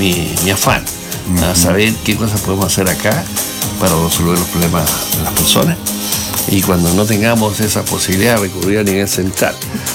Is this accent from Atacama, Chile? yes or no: yes; Copiapó, Atacama, Chile; Soy de Copiapó